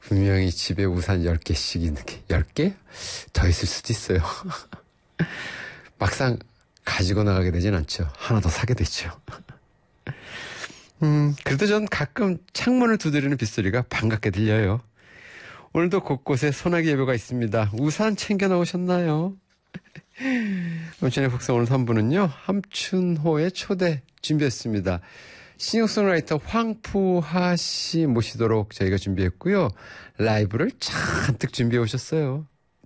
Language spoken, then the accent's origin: Korean; Gangwon, South Korea; moved away; 제 고향이 강원도인데